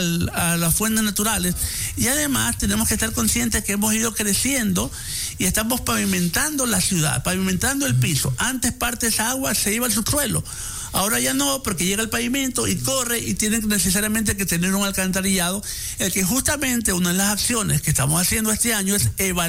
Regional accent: Guayaquil, Guayas, Ecuador; Yo recuerdo de pequeño, cuando yo vivía

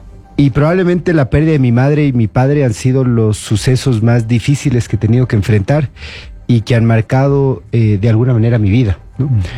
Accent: Quito, Pichincha, Ecuador; born there; Soy quiteño. Nací en Quito.

